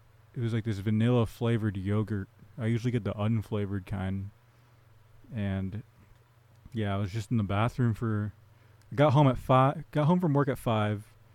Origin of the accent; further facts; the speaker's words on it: Fremont, California, United States; someone who's from a hometown, whose hometown is a place that I have contempt for. Fremont, California. I'm from Fremont. And yeah, I don't know. I like that I grew up around non-white